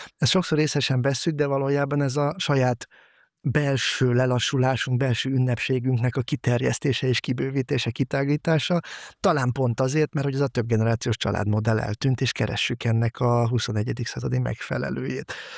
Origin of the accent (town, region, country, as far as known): Tolna, Hungary; born or raised there; moved away as an adult; also born or lived in Pécs / Budapest